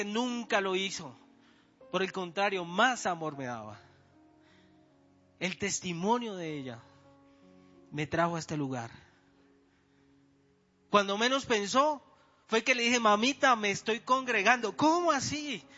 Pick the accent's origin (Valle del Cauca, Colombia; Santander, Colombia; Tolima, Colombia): Tolima, Colombia; Ibagué; now in Bogotá, Colombia; yo soy de Ibagué. Y yo me vine a vivir acá.